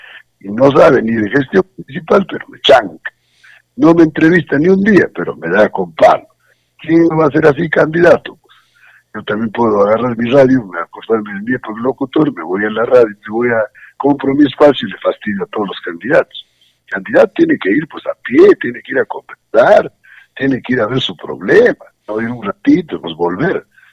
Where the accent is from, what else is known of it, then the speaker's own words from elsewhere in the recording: Huaraz, Ancash, Peru; toda mi tierra que me ha visto nacer, porque yo he nacido acá, he crecido acá, he estudiado acá, me he desarrollado acá, vivo acá, tengo trabajo acá